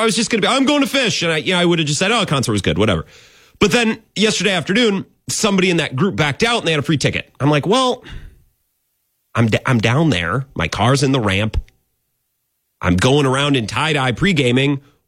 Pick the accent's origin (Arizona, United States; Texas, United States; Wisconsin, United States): Wisconsin, United States; now in Madison, United States; because I'm from up there, Northwest Wisconsin.